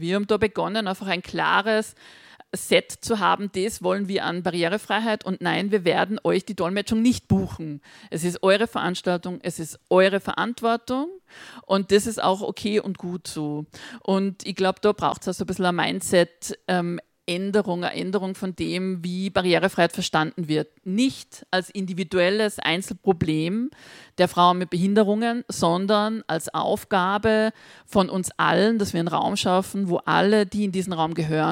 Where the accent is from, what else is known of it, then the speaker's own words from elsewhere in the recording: Salzburg, Austria; Angeschaselt werden, gibt es auch im Pinzgerischen, wo ich herkomme. Ist eine, gute Worte haben wir im Dialekt.